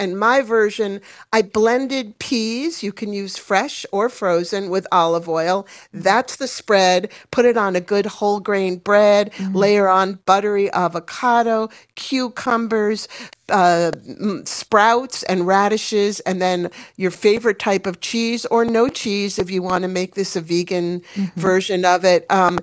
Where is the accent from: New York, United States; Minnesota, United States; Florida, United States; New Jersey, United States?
New York, United States; Growing up in New York, you know, the big treat was we're going for an Italian.